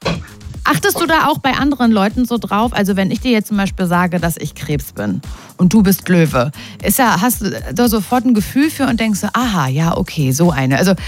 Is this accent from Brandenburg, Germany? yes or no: no; Stuttgart, Baden-Württemberg, Germany; ich komme auch aus Stuttgart